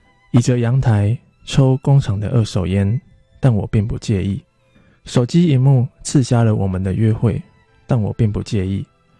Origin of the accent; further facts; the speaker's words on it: Kaohsiung, Taiwan; 原来我的家乡是长这个样子